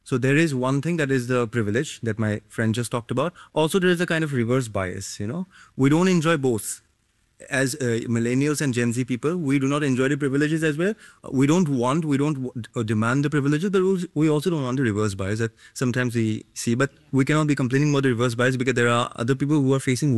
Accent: Guwahati, Assam, India; from Assam, Guwahati.

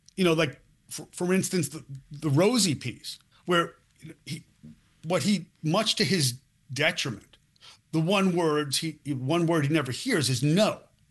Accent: New York, United States; born there

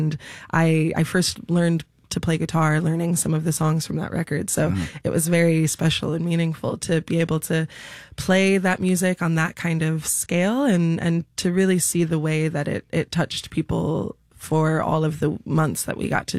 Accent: Chicago, Illinois, United States; moved away as an adult; now in New York, United States; I grew up in Chicago in the city, and I really feel that I'm a city girl through and through.

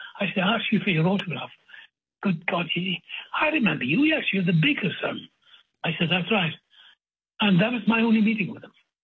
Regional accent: Wales, United Kingdom; now in United States; I'm Welsh, and that's it.

